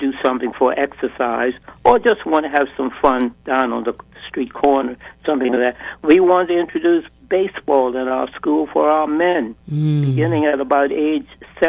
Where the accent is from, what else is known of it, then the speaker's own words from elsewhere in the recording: Bermuda; But it was a tremendous time to be growing up. I'd like to see the sport return to Bermuda because our women are natural in them.